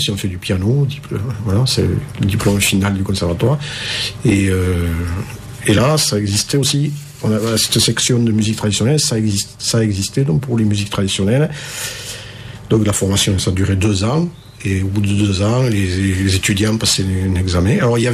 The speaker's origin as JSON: {"language": "French", "town": "Toulouse", "region": "Occitanie", "country": "France", "tie": "born or raised there", "lives_now": "Cardaillac, France", "said": "Alors, natif de Toulouse."}